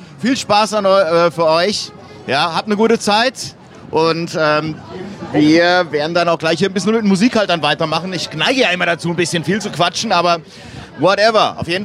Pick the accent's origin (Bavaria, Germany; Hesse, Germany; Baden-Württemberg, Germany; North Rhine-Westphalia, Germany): Hesse, Germany; Rodgau; ich auch ein Rottgauer hier.